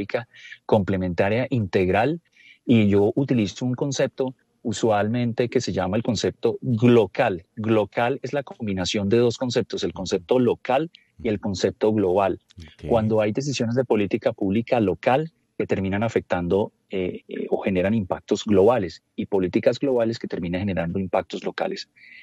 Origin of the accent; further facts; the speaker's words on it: Colombia; Créanme que como colombianos deberíamos sentirnos orgullosos